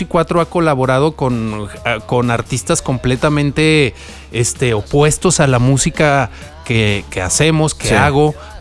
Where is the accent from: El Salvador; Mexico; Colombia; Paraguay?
Mexico; Guadalajara, Jalisco; Que salgo de Guadalajara, yo soy de Guadalajara.